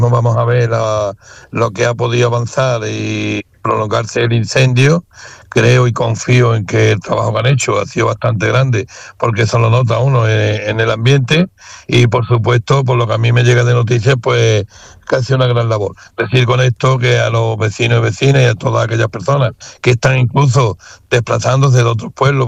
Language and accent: Spanish; Aznalcóllar, Andalusia, Spain; para mi pueblo